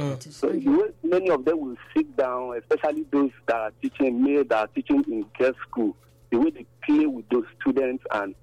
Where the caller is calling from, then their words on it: Nigeria; I'm calling from Obida.